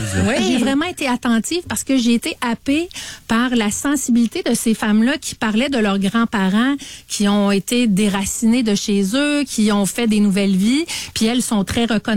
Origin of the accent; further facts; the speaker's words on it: Montreal, Quebec, Canada; moi, j'ai grandi à Cartierville, Nouveau-Bordeaux. Puis il y avait l'école Sourpagope qui est à côté. Donc une grande communauté arménienne quand j'étais au secondaire.